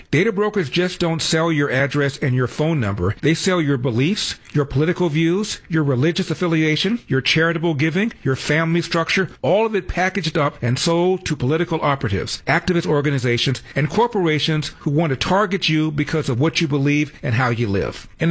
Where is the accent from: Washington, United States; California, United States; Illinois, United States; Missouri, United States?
California, United States; San Francisco; You know, I'm from San Francisco.